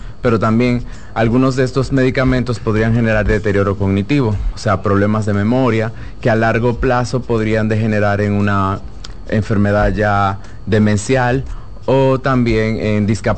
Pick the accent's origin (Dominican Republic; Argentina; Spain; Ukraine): Dominican Republic; Cibao; yo soy del Cibao